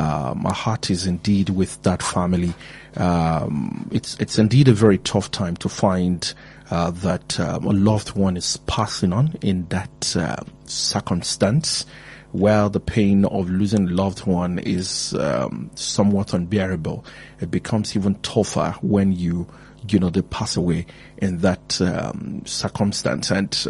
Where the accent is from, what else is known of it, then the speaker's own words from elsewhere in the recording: Ibadan, Oyo, Nigeria; I grew up in old Bodija from one tail end of the estate to the other tail end of the estate.